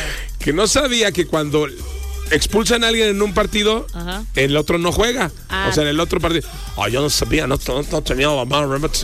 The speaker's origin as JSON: {"language": "Spanish", "country": "Mexico"}